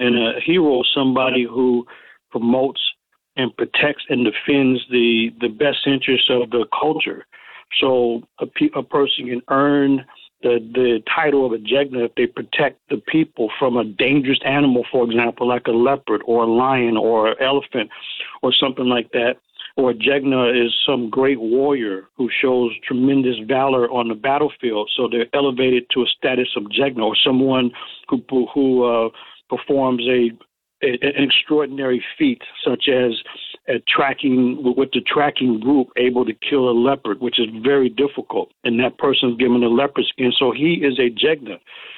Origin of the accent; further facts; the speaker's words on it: San Francisco, California, United States; when we grew up in San Francisco